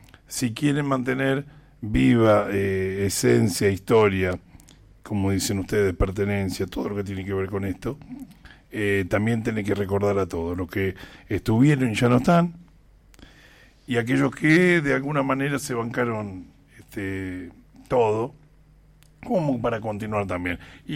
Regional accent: Berazategui, Buenos Aires Province, Argentina; somos todos de Berazategui.

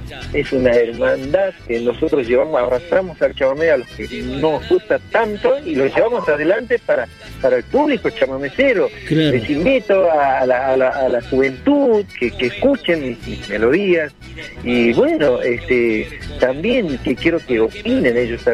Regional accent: Argentina; born there; también son de allá de mi pago, ellos nacieron también en el paraje Mochimo, donde yo nací

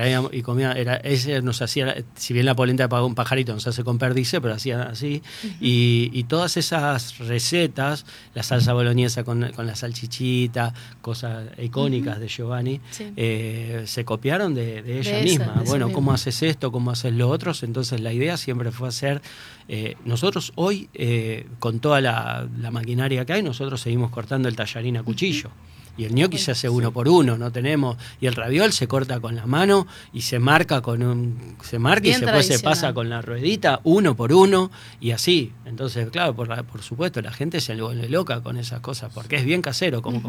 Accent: Buenos Aires, Argentina; born there; moved away as an adult; now in Paraná, Argentina; yo nací en Buenos Aires y vine acá a los 20 años

